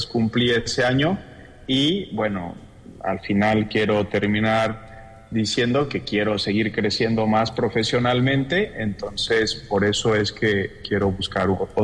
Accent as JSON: {"language": "Spanish", "region": "Puebla", "country": "Mexico", "said": "Yo soy de Puebla, cerca de la capital, a dos horas."}